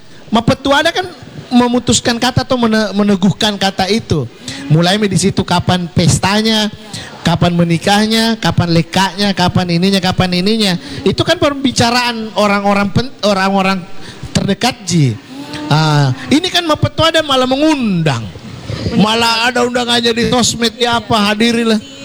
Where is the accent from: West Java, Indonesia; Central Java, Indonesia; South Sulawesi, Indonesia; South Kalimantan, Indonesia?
South Sulawesi, Indonesia; Makassar; Misalnya kalau saya menyebut … tanpa memproklamirkan bahwa saya orang Makassar, ketahuan.